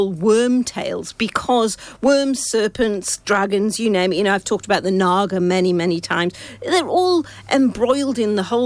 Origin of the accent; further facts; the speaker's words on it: Washington, North East England, United Kingdom; moved away; I'm from Washington in the northeast of England, which is where Washington, D.C. is named after, little tiny village. And we have this area called Lambton, which is part of Washington.